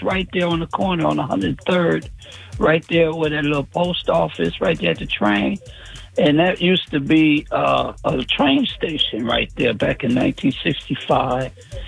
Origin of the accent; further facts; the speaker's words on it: Los Angeles, California, United States; I like to write a book about Watts and when I was raised in Watts, you know. We lived in the projects too, in the Jordan Down.